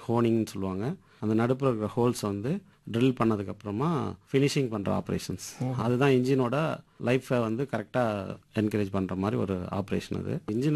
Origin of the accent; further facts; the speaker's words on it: Mel Seesamangalam, Tamil Nadu, India; born there; நான் பிறந்த ஊர்னு எடுத்துக்கிட்டீங்கன்னா மேல் சீசமங்கலம் கிராமம். இது வந்து திருவண்ணாமலை டிஸ்ட்ரிக்ட், செய்யார் தாலுக்கா, ஆரணி பக்கத்தில் இருக்கு.